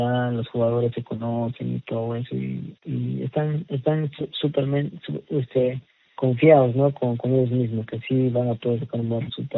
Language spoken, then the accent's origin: Spanish; Ambo, Huánuco, Peru; moved away as an adult; now in Uchiza, Peru; Soy natural de Ambo.